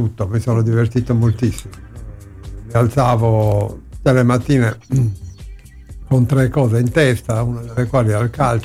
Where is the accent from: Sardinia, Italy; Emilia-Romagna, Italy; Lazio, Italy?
Sardinia, Italy; Carbonia; No, l'ingegner Carta, per me che sono nato, sono nato a Carbonia nel 47, faccio parte della prima generazione dei carboniensi, DOC.